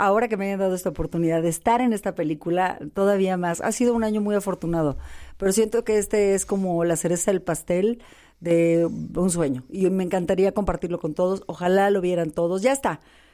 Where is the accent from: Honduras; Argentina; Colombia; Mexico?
Mexico; Irapuato, Guanajuato; Pues vengo de Irapuato, ¿me entiendes?